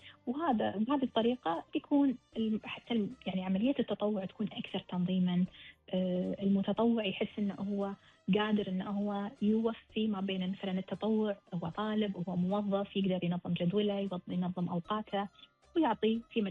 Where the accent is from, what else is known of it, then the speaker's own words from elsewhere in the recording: Kuwait; ثقافة إحنا كشعب كويتي مجبولين عليها